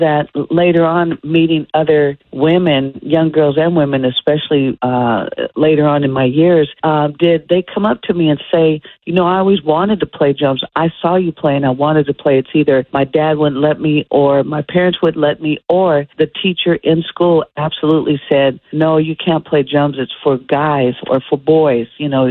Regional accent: Oakland, California, United States; the thing is growing up in, born and raised in Oakland, like, we weren't told that, you know, especially my parents, because of my dad playing, that they never said to me ever, you know, that because I was a girl that I couldn't play. And in the Bay Area

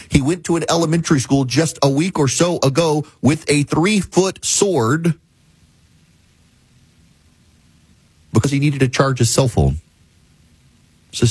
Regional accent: Jackson, Louisiana, United States

